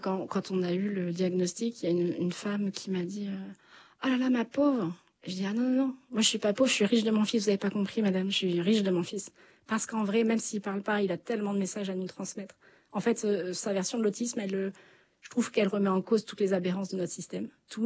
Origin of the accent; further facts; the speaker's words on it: Chambord, Centre-Val de Loire, France; Et moi, je suis originaire de Chambord à la base.